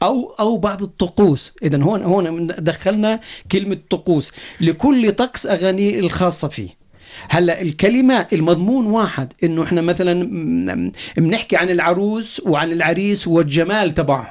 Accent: Jordan; عندنا بالأردن

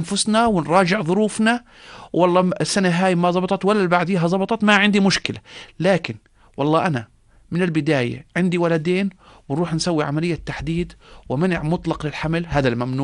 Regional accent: Jordan; عندنا في الأردن

